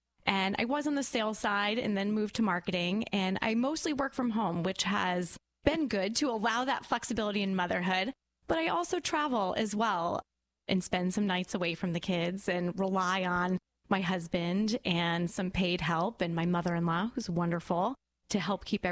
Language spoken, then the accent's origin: English; Royalston, Massachusetts, United States; So I grew up in Royalston, Massachusetts, which is a very small town.